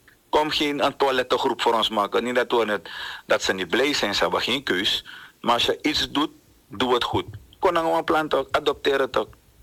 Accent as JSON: {"language": "Dutch", "country": "Suriname", "said": "En als Surinamer, als persoon, heb ik geen andere keus om me in te zetten."}